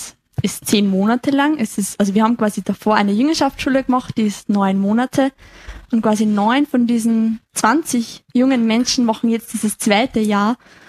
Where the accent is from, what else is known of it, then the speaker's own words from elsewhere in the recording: Lower Austria, Austria; ich bin 21 und ich komme aus Niederösterreich in der Nähe von Wieselburg